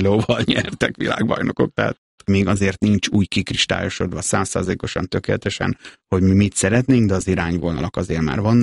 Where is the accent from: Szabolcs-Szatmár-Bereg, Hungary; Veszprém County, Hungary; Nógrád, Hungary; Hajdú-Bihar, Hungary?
Szabolcs-Szatmár-Bereg, Hungary; Nyíregyháza; mi ott ugye nyíregyháziként Tiszalökre sokat jártunk ki